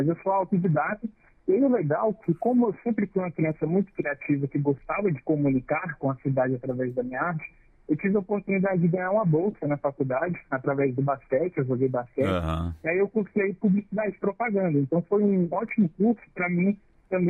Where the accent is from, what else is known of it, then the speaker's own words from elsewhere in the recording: Brasília, Federal District, Brazil; sou filho de nordestinos, sou nascido e criado em Brasília, porém a minha família veio para Brasília e eu nasci aqui.